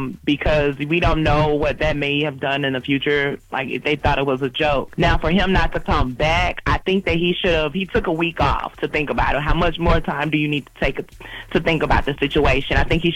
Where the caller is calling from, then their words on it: Atlanta, Georgia, United States; I'm calling from Atlanta, Georgia.